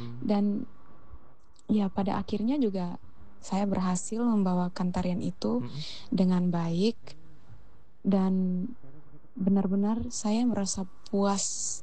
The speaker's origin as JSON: {"language": "Indonesian", "area": "Alor", "region": "East Nusa Tenggara", "country": "Indonesia", "tie": "born or raised there", "also_born_or_lived": "Kefamenanu", "said": "Saya lahir besarnya itu di Alor, cuman untuk aslinya dari mana sebenarnya saya asli orang Kefa. Kefa. Cuman bapak mama sudah menetap di Alor sudah lama sekali, jadi ya anggap saja kami orang Alor."}